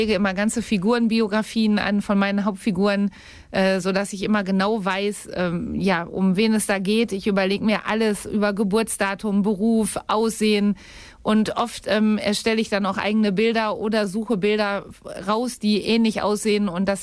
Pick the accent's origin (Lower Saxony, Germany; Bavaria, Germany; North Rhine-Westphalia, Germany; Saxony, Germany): North Rhine-Westphalia, Germany; Denn einfach Ostwestfalen ist meine Heimat. Ich kenne die Leute, ich kenne die Gegend.